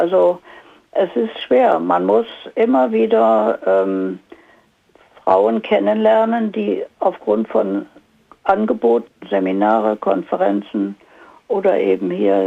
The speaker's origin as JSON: {"language": "German", "region": "Berlin", "country": "Germany", "said": "da ich ja als Berlinerin meinen Blick immer in den Osten wendete"}